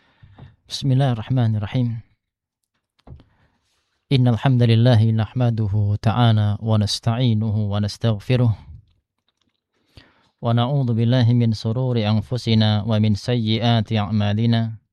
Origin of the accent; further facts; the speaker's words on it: Sragen, Central Java, Indonesia; also born or lived in Jember; now in Kuantan Singingi, Indonesia; Kalau أنا asalnya dari Sragen.